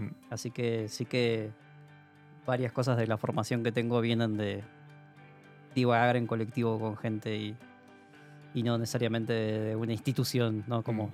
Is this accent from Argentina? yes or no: yes; San Carlos de Bariloche, Río Negro, Argentina; born there; moved away; also born or lived in La Plata; yo vengo de San Carlos de Bariloche, que queda como al sur, pero no tan sur de Argentina. Bueno, nací ahí, después de unos años estudié en La Plata, que es ahí una ciudad universitaria. Y ahí estuve varios años, bueno, formándome